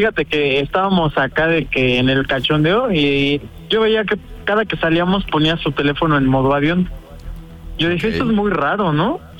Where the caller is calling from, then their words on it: Mexico City, Mexico; Tengo 28 años. Soy de Iztacalco, Ciudad de México.